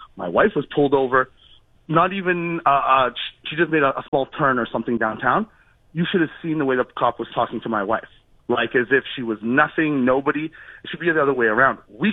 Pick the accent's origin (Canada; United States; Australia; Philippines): Canada; Montreal, Quebec; I'm black from Montreal, okay? And I'm telling you right now, Tootie, my community, they don't get anything.